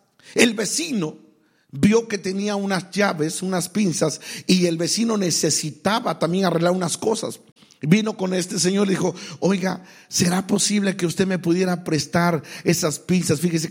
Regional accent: Mexico; en mi país, en mi México lindo y querido

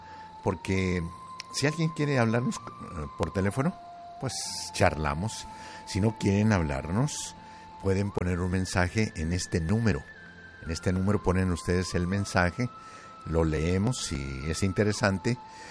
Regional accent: Mexico; Pero nosotros, como somos mexicanos, pues tenemos ese interés enorme

